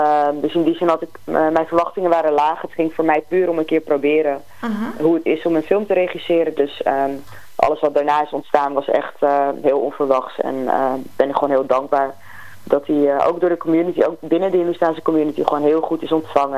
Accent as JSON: {"language": "Dutch", "town": "Alkmaar", "region": "North Holland", "country": "Netherlands", "moved": "yes", "lives_now": "Amsterdam, Netherlands", "said": "Ik ben 34 jaar. Ik kom uit Alkmaar, maar ik woon in Amsterdam."}